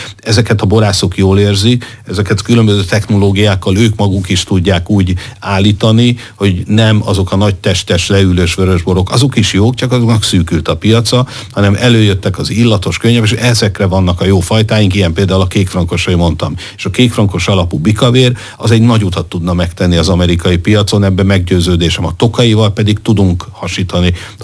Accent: Hungary; mint magyar

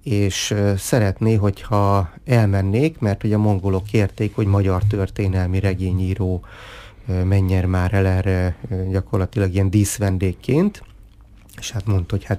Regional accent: Miskolc, Borsod-Abaúj-Zemplén, Hungary; mivel Balázs miskolci író, én szintén miskolci vagyok

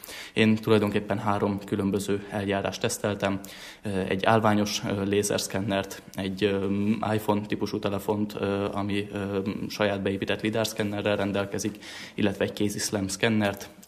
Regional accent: Transylvania, Romania; now in Budapest, Hungary; én egy erdélyi bányavidékről származom

